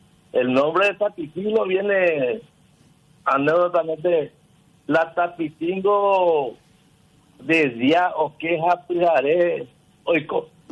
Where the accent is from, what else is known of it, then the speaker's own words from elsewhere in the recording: Cordillera, Paraguay; born there; also born or lived in Barrero Grande, Paraguay; tengo a nacer en Tacurubí de la Cordillera. Compañía Pocheo Angelito, barrio Tatití